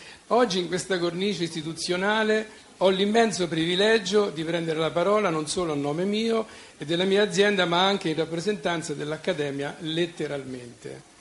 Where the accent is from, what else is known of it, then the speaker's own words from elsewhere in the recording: Bomarzo, Lazio, Italy; Sono nato e cresciuto a Bomarzo e affondo le mie radici nel cuore della provincia di Viterbo